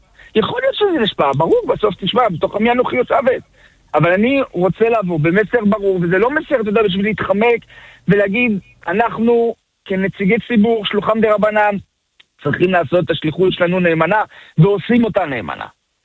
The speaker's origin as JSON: {"language": "Hebrew", "country": "France", "moved": "yes", "lives_now": "Israel", "said": "אני עולה מצרפת."}